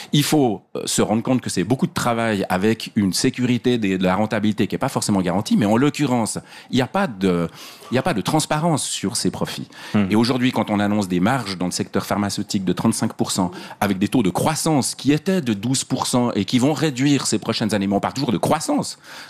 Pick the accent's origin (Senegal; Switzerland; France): Switzerland; C'est que probablement que c'est une question qu'on se pose en tant que Suisse.